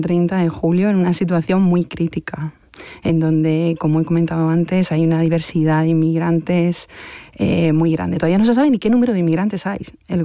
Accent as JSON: {"language": "Spanish", "region": "Ceuta", "country": "Spain", "moved": "yes", "lives_now": "Murcia, Spain", "said": "mi pueblo está asustado, está acostumbrado a la inmigración, está acostumbrado a que Ceuta sea un punto fronterizo con frontera terrestre, con África, está en el continente africano"}